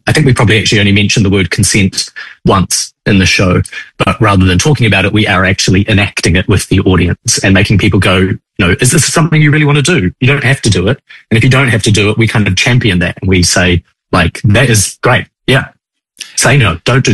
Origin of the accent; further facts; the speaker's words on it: New Zealand; moved away; Growing up in New Zealand